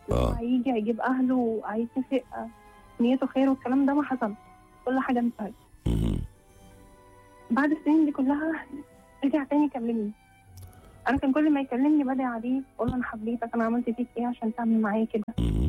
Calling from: Cairo, Cairo Governorate, Egypt; انا من القاهره.

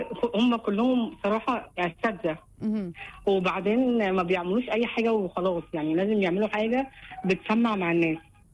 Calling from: Cairo, Cairo Governorate, Egypt; انا بكلمك من مصر الجديده.

